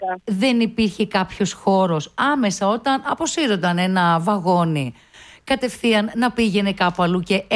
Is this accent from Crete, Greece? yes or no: no; Serres, Central Macedonia, Greece; moved away; παλιότερα ταξίδευα με το τρένο για το χωριό μου, για τις Σέρες.